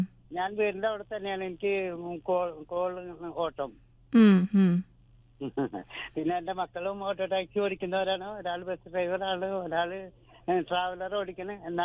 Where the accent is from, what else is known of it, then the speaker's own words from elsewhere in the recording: Kodungallur, Kerala, India; ഞാൻ കൊടുങ്ങല്ലൂർ സ്വദേശിയാണ്.